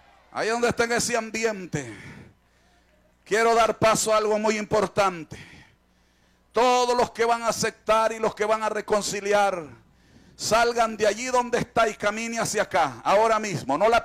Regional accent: Nicaragua; Estoy en mi país. Estoy en mi nación. Amo a Nicaragua. Amo a todas las naciones, pero Nicaragua es especial para mí. Soy hijo de la patria.

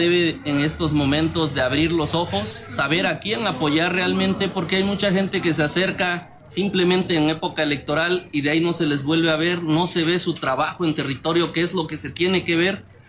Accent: San José Tenango, Oaxaca, Mexico; porque somos mazatecos, ¿no? Yo en lo personal soy de San José Tenango, originario de San José Tenango

